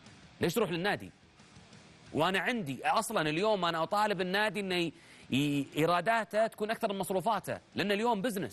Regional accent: Saudi Arabia; عندنا في المملكة العربية السعودية

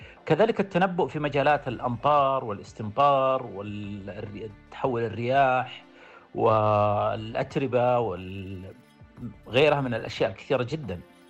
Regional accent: Saudi Arabia; الآن إحنا شفنا حتى عندنا في السعودية والحمد لله بحكم أنها دولة جدا متقدمة ورائعة في مجال الطب

